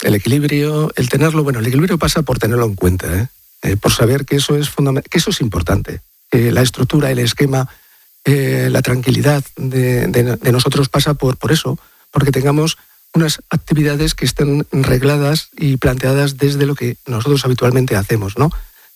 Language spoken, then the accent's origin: Spanish; Madrid, Community of Madrid, Spain; Yo soy del pueblo de Madrid.